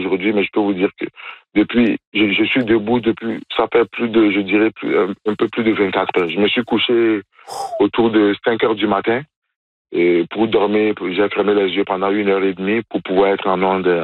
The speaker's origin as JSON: {"language": "French", "country": "Benin", "said": "faire venir des travailleurs étrangers de mon pays d'origine, du Bénin, oui."}